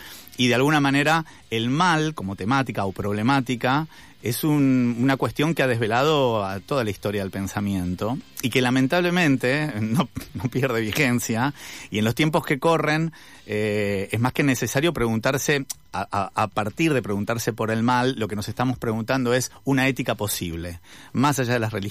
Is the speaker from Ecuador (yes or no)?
no; Argentina